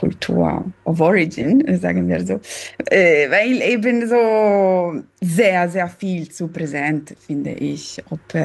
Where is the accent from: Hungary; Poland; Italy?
Italy; Southern Italy; German is a second language; now in Germany; Ich komme aus Süditalien und wir sind hier jetzt in Deutschland seit eigenen Jahren.